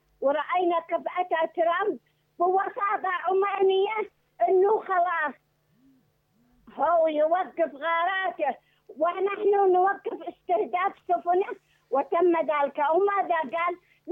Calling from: Yemen; أنا مرأة يمنية

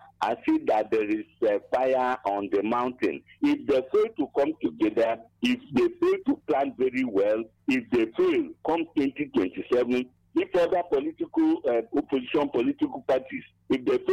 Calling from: Enugu State, Nigeria; I'm calling from Abanike, Enugu.

